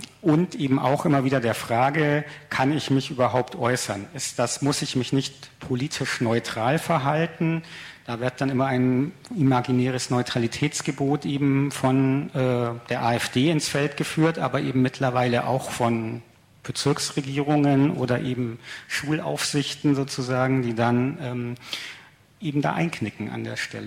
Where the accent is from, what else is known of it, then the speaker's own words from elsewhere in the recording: Münster, North Rhine-Westphalia, Germany; Also ich komme ja aus Münster